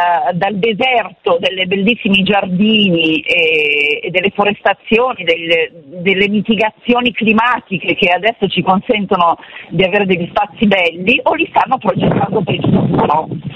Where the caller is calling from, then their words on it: Milan, Lombardy, Italy; chiamo in questo momento da Milano, dove si sta per scatenare un temporale a Milano Est.